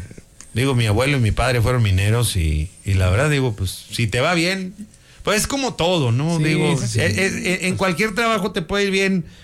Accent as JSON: {"language": "Spanish", "town": "Concepción del Oro", "region": "Zacatecas", "country": "Mexico", "tie": "born there", "said": "yo nací en Concepción del Oro, Zacatecas."}